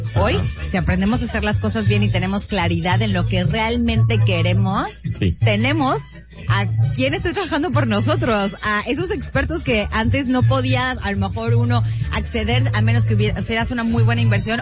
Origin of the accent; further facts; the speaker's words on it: Mexico; ¿cuánto emprendedor no viene aquí que somos mexicanos?